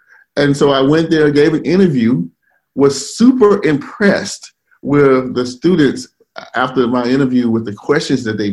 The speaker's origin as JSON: {"language": "English", "region": "Mississippi", "country": "United States", "tie": "born or raised there", "also_born_or_lived": "Alabama", "moved": "as an adult", "said": "I was raised in a small town, so I'm a small town guy."}